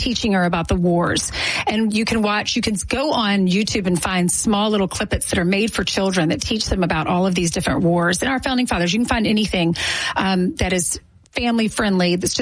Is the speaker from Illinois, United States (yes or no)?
no; South Carolina, United States; moved away; I grew up in South Carolina